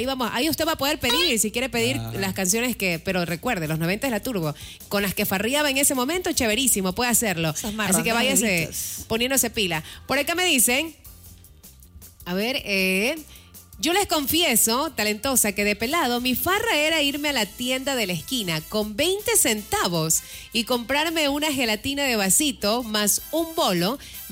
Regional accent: Naranjito, Guayas, Ecuador; moved away; yo vengo de Naranjito, como ustedes saben, allá no era como que un cantón gigante.

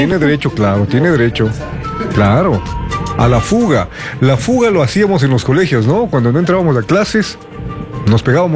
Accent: Riobamba, Chimborazo, Ecuador; moved away; Ah, mi tierrita, claro, gracias. Saludos en Riobamba, ¿no?

